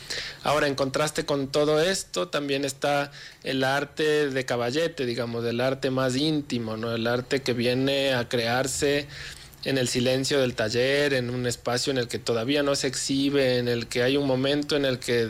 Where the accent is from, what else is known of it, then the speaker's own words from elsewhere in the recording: Ecuador; yo soy de Ecuador.